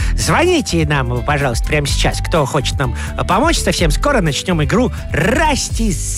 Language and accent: Russian; Moscow, Russia; из Москвы.